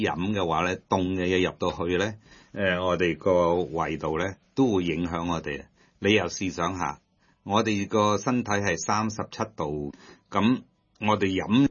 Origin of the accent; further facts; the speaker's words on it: Hong Kong; 我哋香港人呢就係、是、真係非常忙碌嘅，